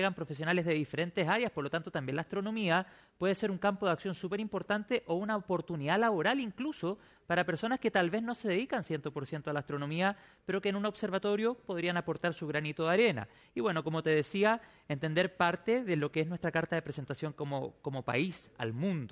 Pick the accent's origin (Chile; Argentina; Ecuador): Chile; como chilenos, dado el potencial astronómico que tiene nuestro país, nos hagamos parte.